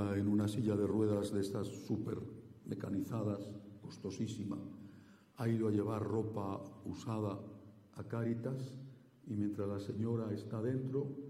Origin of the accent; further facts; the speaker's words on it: Castile, Spain; en los pueblos, sobre todo de mi tierra, de Castilla